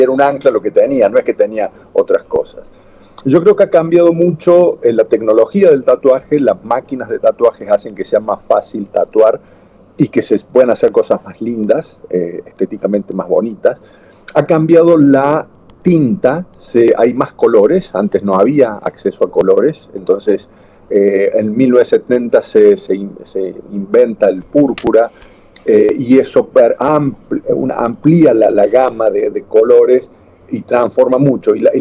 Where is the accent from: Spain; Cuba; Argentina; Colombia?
Argentina; Córdoba; en Córdoba, en Argentina, yo soy de Córdoba